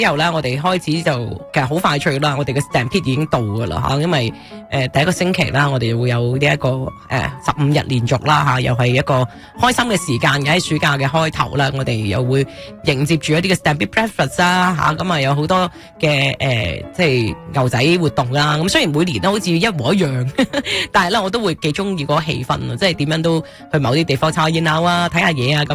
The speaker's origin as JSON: {"language": "Cantonese", "country": "Canada", "said": "作为加拿大人好高兴啊"}